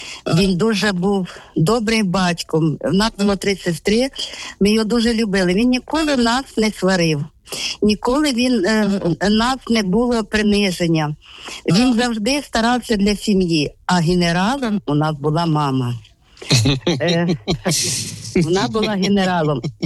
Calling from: Vinnytsia, Vinnytsia Oblast, Ukraine; Я з Вінниці, з костьола Матері Божої Ангельської.

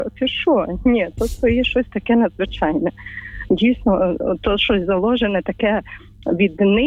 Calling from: Ternopil, Ternopil Oblast, Ukraine; Я з Тернополя

